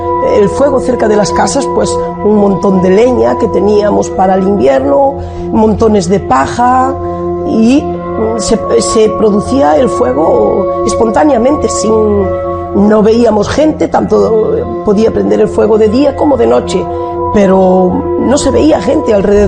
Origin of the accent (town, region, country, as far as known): Trazo, Galicia, Spain; born there